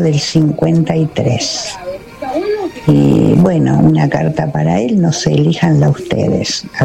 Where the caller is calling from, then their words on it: Cañada de Gómez, Santa Fe, Argentina; Bueno, soy de Cañada de Gómez.